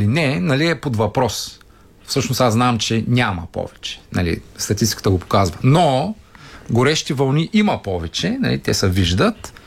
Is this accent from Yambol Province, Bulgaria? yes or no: yes; Yambol, Yambol Province, Bulgaria; аз съм от Ямбол.